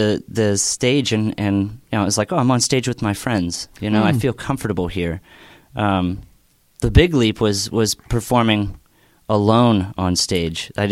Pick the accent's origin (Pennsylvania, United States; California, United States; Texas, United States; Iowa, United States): Pennsylvania, United States; Pittsburgh; Born and raised in Pittsburgh.